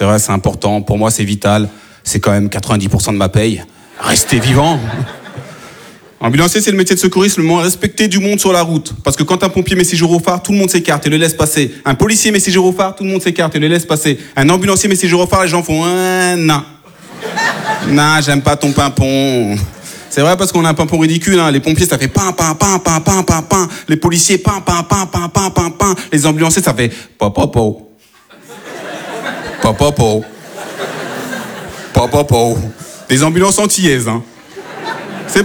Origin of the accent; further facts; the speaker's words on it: France; born there; madame, si je parle bien français, c'est peut-être parce que je suis né en France, vieille conne.